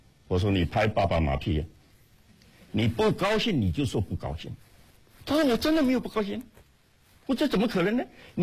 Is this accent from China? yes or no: yes; China; 这样各位才知道为什么我们中国人他讲外圆内方